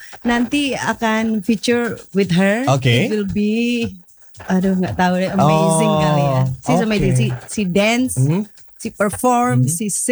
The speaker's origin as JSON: {"language": "Indonesian", "town": "Batu", "region": "East Java", "country": "Indonesia", "tie": "born or raised there", "said": "Dan tentunya keluarga aku juga semuanya di kampung halaman aku di Batu."}